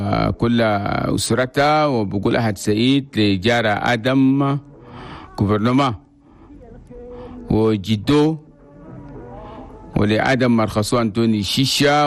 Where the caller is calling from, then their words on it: Abéché, Ouaddaï, Chad; من مدينة عبشي.